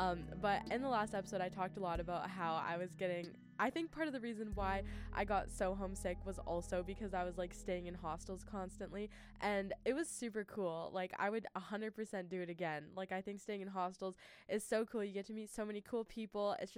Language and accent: English; Prince George, British Columbia, Canada; like even just in my hometown, like here in Prince George